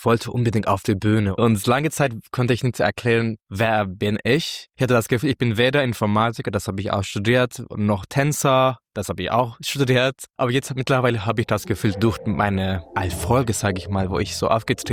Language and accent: German; Istanbul, Turkey; moved away as an adult; now in Berlin, Germany; Ich bin in Istanbul aufgewachsen